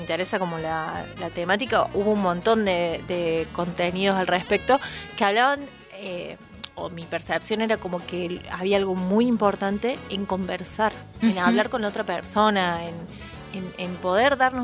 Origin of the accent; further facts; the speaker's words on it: Bell Ville, Córdoba, Argentina; Es mi tierra.